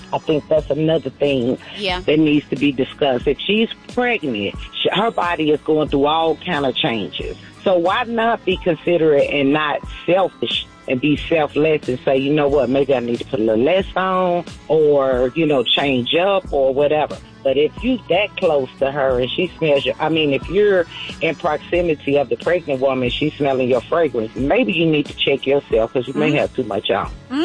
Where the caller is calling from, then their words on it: Cobb County, Georgia, United States; I'm checking in from Cobb County.